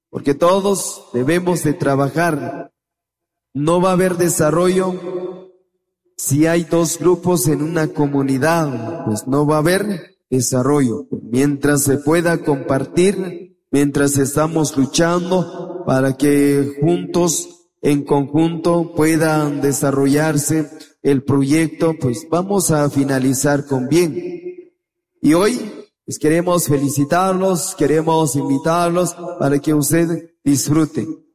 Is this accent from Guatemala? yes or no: yes; Guatemala; nosotros como guatemaltecos